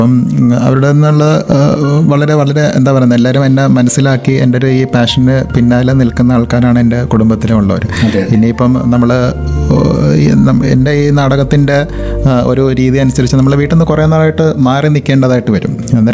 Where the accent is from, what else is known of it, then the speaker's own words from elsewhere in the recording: Kollam, Kerala, India; born there; also born or lived in Ernakulam; ഞാൻ ജനിച്ചത് ഇവിടെ തന്നെയാണ്, കൊല്ലത്ത് തന്നെയാണ് ഞാൻ ജനിച്ചത്. പിന്നെ ജോലിയും അങ്ങനെയുള്ള കാര്യങ്ങളൊക്കെ ആയിട്ട് അച്ഛനും ജോലി എറണാകുളത്തായിരുന്നു. അപ്പം അത് സംബന്ധമായിട്ട് എറണാകുളത്തായിരുന്നു. പിന്നെ ഇപ്പം തിരിച്ച് വീണ്ടും ഇപ്പം കൊല്ലത്തേക്ക് തന്നെ വന്നിട്ടുണ്ട്. ഇപ്പോൾ ഒരു ഏകദേശം 10 വർഷമായിട്ട് കൊല്ലത്ത് തന്നെയാണ്